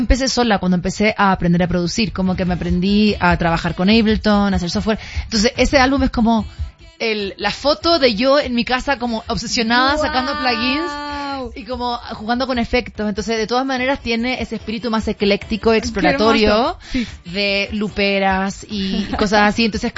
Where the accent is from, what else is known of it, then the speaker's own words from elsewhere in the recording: Chile; now in Mexico; Yo soy de Chile. Aquí he venido en otras ocasiones, pero me presento igual a todos los amigos de hoy. Si no me conocen, soy de Chile, soy cantautora chilena.